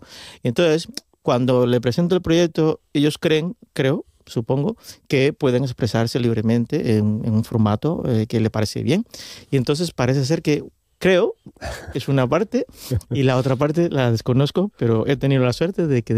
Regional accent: Cuba; moved away as an adult; now in Spain; Yo nativo soy de Cuba.

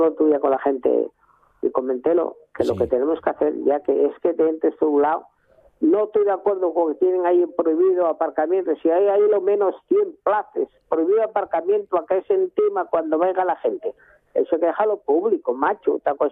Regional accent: Asturias, Spain; born there; que nacimos en el Valle del Nalón y lo apreciamos

